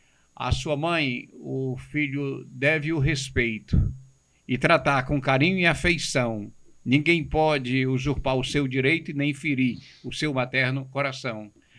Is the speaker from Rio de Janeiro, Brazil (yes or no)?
no; Ceará, Brazil